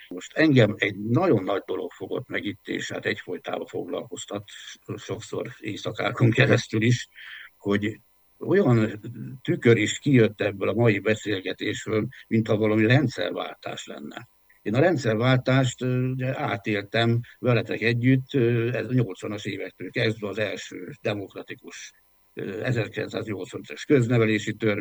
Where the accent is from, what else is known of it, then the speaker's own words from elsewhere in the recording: Slovakia; jelenleg is a Benes dekrétumok alatti büntető hatás alatt állok, mivel felvidéki magyar vagyok, onnan származom